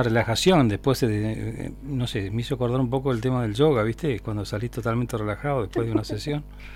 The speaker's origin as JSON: {"language": "Spanish", "town": "Río Gallegos", "region": "Santa Cruz", "country": "Argentina", "tie": "born or raised there", "said": "yo soy de Gallegos, nacido y criado, y con algo más de 60 años"}